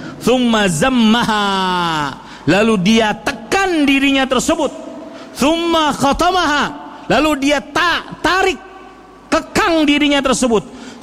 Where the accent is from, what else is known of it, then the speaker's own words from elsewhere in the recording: Banjarmasin, South Kalimantan, Indonesia; also born or lived in Saudi Arabia; Di kota saya sekarang lagi musim durian.